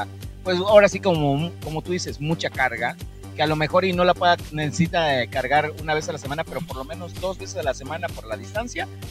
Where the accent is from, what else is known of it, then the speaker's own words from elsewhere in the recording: Mexico; para todos aquellos que somos mexicanos, como buen charro mexicano